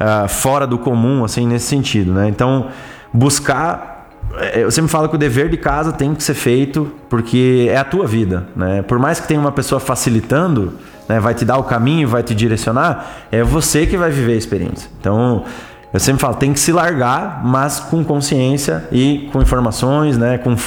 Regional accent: São Miguel do Oeste, Santa Catarina, Brazil; moved away; Eu não sou natural de São Miguel, mas eu me considero miguelostino, porque eu vim pra cá com 6 anos de idade.

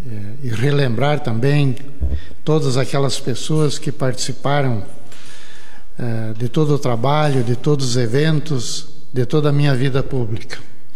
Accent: Piratuba, Santa Catarina, Brazil; born there; moved away as an adult; now in São José do Cedro, Brazil; Eu nasci em Piratuba, Santa Catarina, né, na região perto de Joaçaba. É uma cidade turística, né

